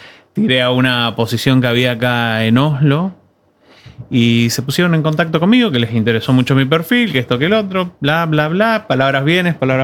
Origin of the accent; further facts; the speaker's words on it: Tierra del Fuego, Argentina; also born or lived in Tucumán / Rosario / Spain; Soy tucumano, me crié en Tierra del Fuego y después, bueno, en la universidad donde conocí a mi esposa y demás, en Rosario.